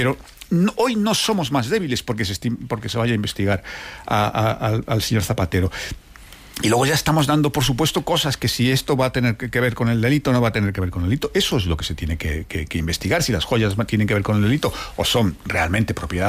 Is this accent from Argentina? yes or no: no; Spain; yo como español no quiero que un expresidente de mi país esté investigado